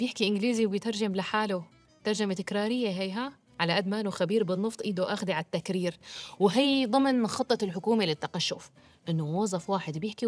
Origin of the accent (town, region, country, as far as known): Syria